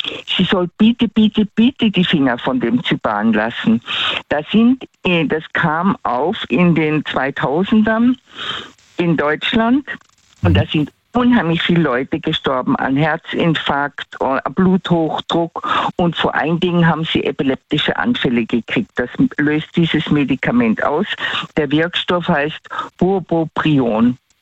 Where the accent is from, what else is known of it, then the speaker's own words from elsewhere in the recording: Tyrol, Austria; accent: Tyrolean; Also, ich muss meinen Tiroler Akzent drosseln, sonst verstehen wir uns falsch.